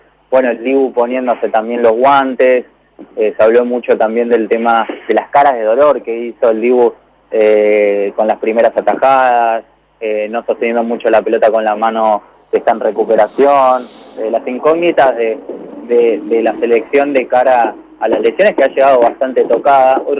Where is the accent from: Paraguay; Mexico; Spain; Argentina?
Argentina; Buenos Aires; now in Miami, United States; Y algunos precios me animo a decir que son más baratos que por lo menos Buenos Aires, que es de donde yo vengo.